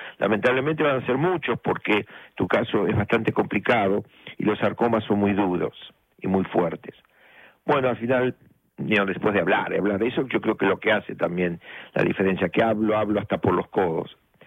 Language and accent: Spanish; Argentina; now in New York, United States; yo soy de Argentina